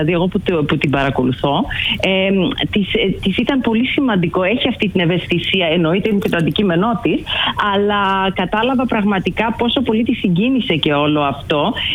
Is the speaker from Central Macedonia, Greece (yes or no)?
no; Lefkada, Ionian Islands, Greece; Μα έχουμε τώρα και εμείς στη Λευκάδα